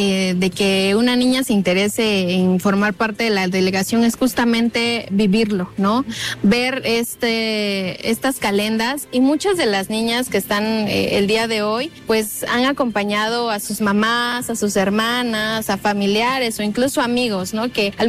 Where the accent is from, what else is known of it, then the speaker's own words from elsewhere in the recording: Oaxaca, Mexico; el poder forjar una identidad como oaxaqueña